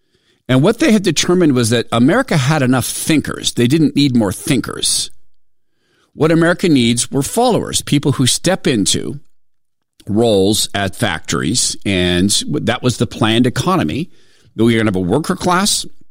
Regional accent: Spokane, Washington, United States; I grew up in Spokane, Washington, and there's many people who were plenty happy and created plenty of happy lives for themselves working in, say, Kaiser Aluminum.

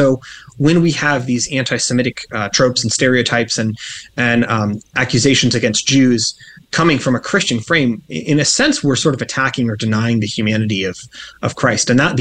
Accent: United States; I am fundamentally defined by the fact that I'm an American as a human being.

